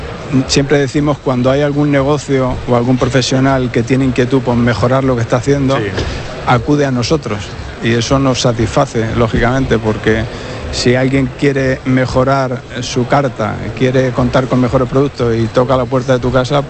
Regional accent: Toledo, Castilla-La Mancha, Spain; moved away as an adult; also born or lived in Menasalvas; now in Canary Islands, Spain; nosotros somos una familia de Toledo que tenemos fincas en Ciudad Real, tenemos campo, el origen es un origen ganadero, una familia humilde y ganadera de una zona, de un pueblo pequeño que se llama Menasalvas

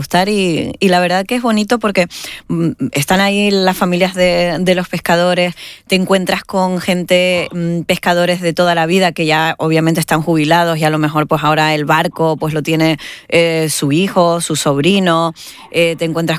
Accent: Arona, Canary Islands, Spain; creo que soy la única de habla hispana o canaria y tinerfeña, y menos de los cristianos.

